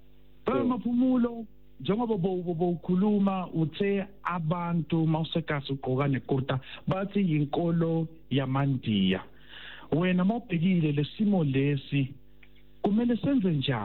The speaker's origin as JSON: {"language": "English", "country": "Eswatini", "also_born_or_lived": "Newcastle", "moved": "yes", "lives_now": "South Africa", "said": "I'm from Swaziland. I can speak, I speak Swati."}